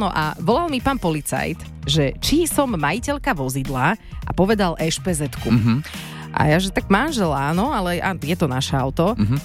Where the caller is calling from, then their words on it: Trnava, Trnava Region, Slovakia